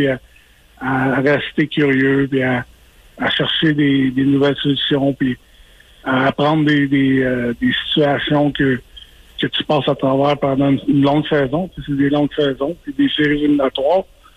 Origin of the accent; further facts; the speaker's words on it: Quebec, Canada; étant donné que je suis Québécois